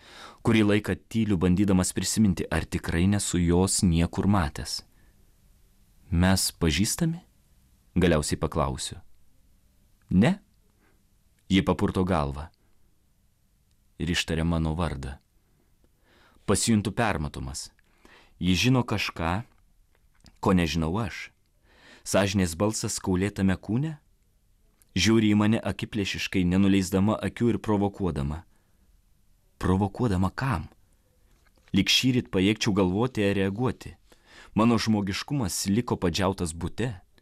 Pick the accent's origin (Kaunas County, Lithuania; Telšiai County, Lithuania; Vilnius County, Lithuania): Vilnius County, Lithuania; Vilnius; now in United States; Kai augau Vilniuje per visą vaikystę